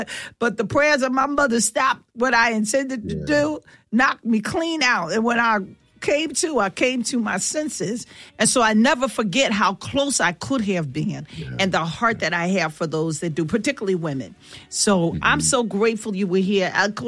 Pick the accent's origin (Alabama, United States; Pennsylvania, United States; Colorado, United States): Pennsylvania, United States; Philadelphia; I tell people I'm from North, N-O-R-F, Philly.